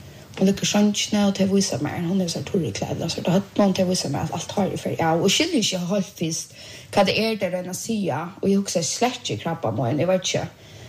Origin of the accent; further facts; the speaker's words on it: Bulgaria; Swedish is a second language